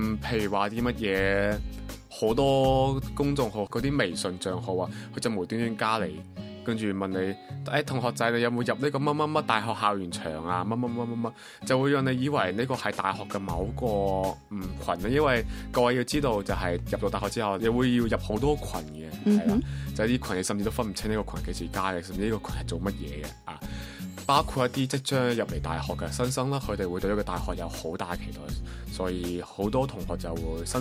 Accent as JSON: {"language": "Cantonese", "country": "Macau", "said": "Hello， 大家好，"}